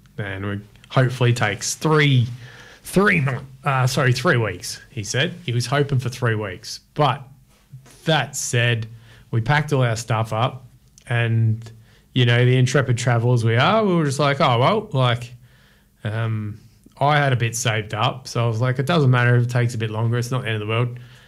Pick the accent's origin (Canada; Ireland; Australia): Australia; Sydney, New South Wales; and keep going south because I come from Sydney.